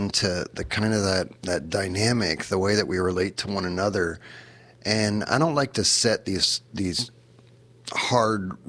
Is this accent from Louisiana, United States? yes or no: yes; Louisiana, United States; now in Mexico; I'm from Louisiana.